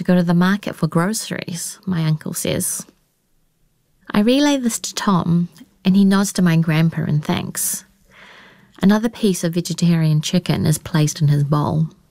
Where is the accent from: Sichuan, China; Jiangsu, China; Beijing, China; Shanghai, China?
Shanghai, China; Miaozhen; moved away; The route from Shanghai to my hometown is a subway ride to the wharf, a boat across Changjiang to Toming Island, and finally a bus to Miaozhen. In total, it takes almost 4 hours. On every stage of transport, the Toming dialect I hear increases. It's my third time back to Toming since I left